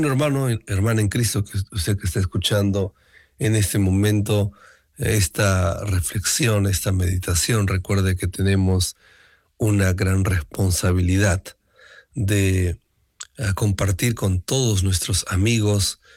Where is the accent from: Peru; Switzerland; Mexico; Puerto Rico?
Peru; sumamente importante en estos días cuando nosotros como peruanos recordamos lo que Dios ha hecho en esta nación y ha permitido